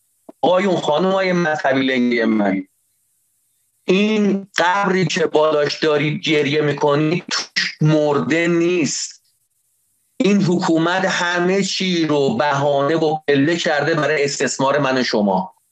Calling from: Tehran, Tehran Province, Iran; من خودم به عنوان یه کاسب از تهران نگاه میکنم

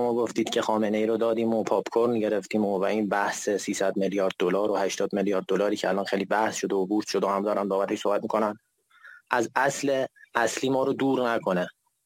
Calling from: Iran; ما ایرانی هستیم، ما هزاران سال تمدن داریم.

